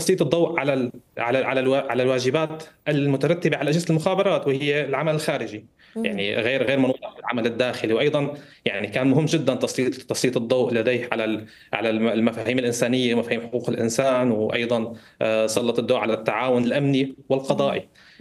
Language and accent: Arabic; Syria; نحن كسوريين أول مرة نرى الجهاز الاستخبارات بالشكل الجديد